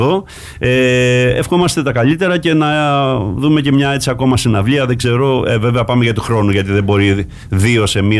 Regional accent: Greece; επειδή είμαστε Έλληνες

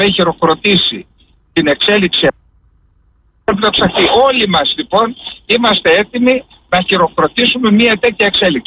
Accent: Greece; Στην Ελλάδα είμαστε Έλληνες, είμαστε.

